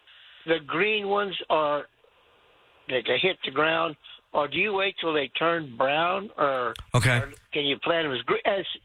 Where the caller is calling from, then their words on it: Texas, United States; Well, I'm calling from Wilson County, about 12 miles north of Floresville.